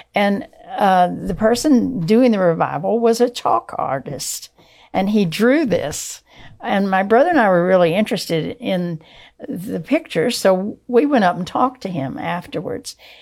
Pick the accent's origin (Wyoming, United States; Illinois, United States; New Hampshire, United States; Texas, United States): Texas, United States; Pasadena; also born or lived in South Houston; And then we moved from South Houston to Pasadena, Texas, and played with another neighbor friend named Linda, and I brought her to camp with me, probably when I was about 10 years old or so.